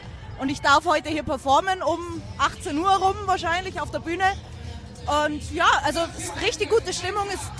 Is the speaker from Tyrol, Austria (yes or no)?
yes; Zirl, Tyrol, Austria; moved away as an adult; now in Munich, Germany; Ich bin eigentlich gebürtiger Zierler.